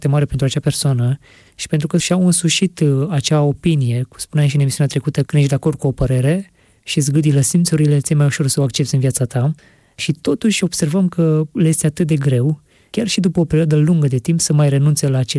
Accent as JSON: {"language": "Romanian", "country": "Romania", "said": "că până la urmă și noi suntem români."}